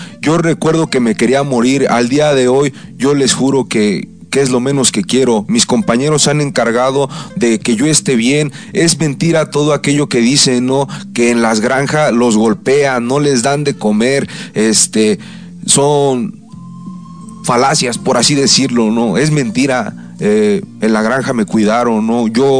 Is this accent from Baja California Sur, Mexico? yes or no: no; Toluca, State of Mexico, Mexico; Yo soy de Toluca, llego a una agrupación de Toluca, ¿no?